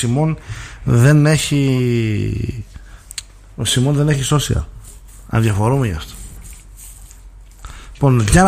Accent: Kalamaria, Central Macedonia, Greece; Εγώ είμαι καλαμαριώτης

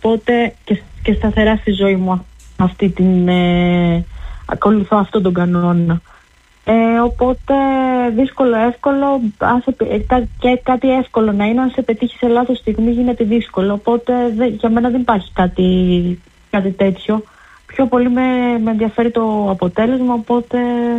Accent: Athens, Attica, Greece; είμαι από την Αθήνα, έτσι.

